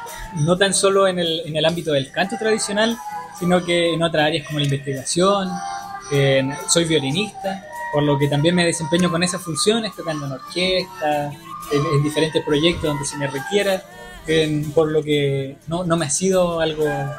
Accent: Quiriquina, Ñuble, Chile

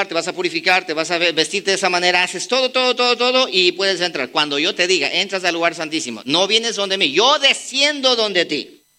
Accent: Ecuador; Somos ecuatorianos, nosotros. Sí, como territorialmente hablando, pero nosotros pertenecemos a la patria celestial.

